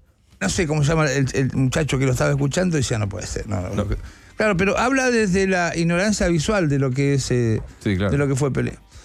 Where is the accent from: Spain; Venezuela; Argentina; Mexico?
Argentina; Siendo argentino y haberlo tenido a Maradona.